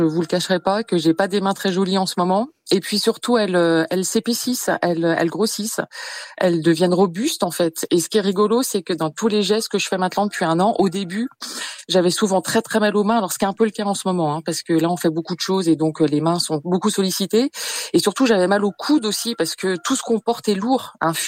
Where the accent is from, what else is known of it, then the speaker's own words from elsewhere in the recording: Le Creusot, Bourgogne-Franche-Comté, France; now in Loché, France; j'ai retrouvé ma Bourgogne natale. Moi, j'étais du Creusot, donc ça c'est la Bourgogne industrielle et je suis allée dans la Bourgogne viticole.